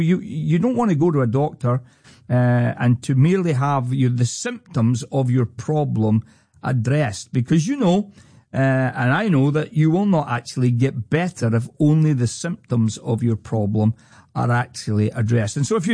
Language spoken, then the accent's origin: English; Scotland, United Kingdom; Obviously, being a Scotsman, I enjoyed meeting the Scottish team that were there.